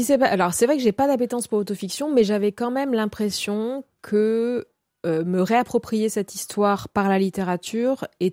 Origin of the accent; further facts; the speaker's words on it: Corsica, France; moved away as an adult; quand je suis partie de la Corse à 18 ans